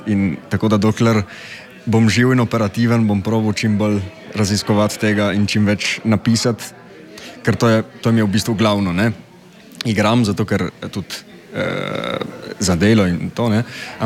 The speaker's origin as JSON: {"language": "Slovenian", "town": "Trieste", "region": "Friuli-Venezia Giulia", "country": "Italy", "lives_now": "Ljubljana, Slovenia", "said": "Smo vsi Slovenci, ampak kako se mi izražamo doma, okay, na srečo, imam družino in tudi na šoli sem se dobro naučil knjižne slovenščine, ampak narečja, ki ga mi govorimo, tam je v bistvu, ne vem, 30% italijanščine noter, ne?"}